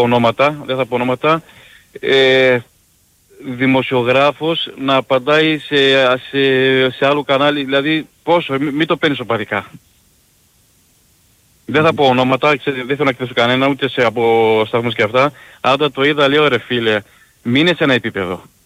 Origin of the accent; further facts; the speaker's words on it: Cyprus; Γεια σου φίλε μου Κώστα … από Κύπρο.